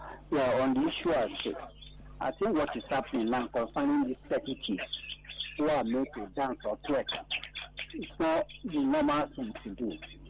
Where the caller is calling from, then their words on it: Ikorodu, Lagos, Nigeria; I'm calling from Abanja in Ikorodu.